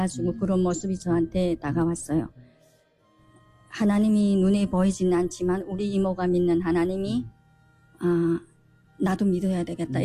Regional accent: Hyesan, Ryanggang, North Korea; born there; 양강도 해산이라는 도시에서 태어났거든요.

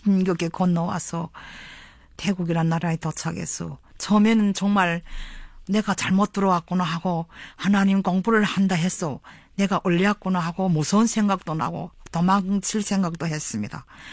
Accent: North Hamgyong, North Korea; moved away; 저희 기억 속은 조선에 떠나올 때 조선이란 북한이란 나라는 매일과 같이 아우성 소리고 매일과 같이 죽어가는 그런 시체뿐이고

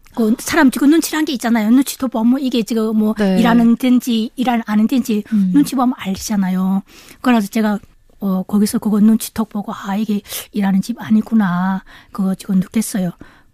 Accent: North Korea; now in South Korea; 안녕하세요.

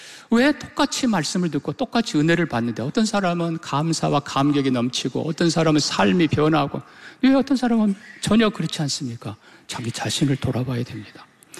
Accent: South Jeolla, South Korea; 제 고향 가까운 곳에 여러분 아실 겁니다. 해창만

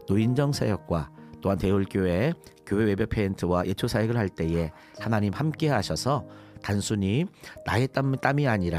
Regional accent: Jeju, South Korea; moved away; 제 고향이 제주도입니다.

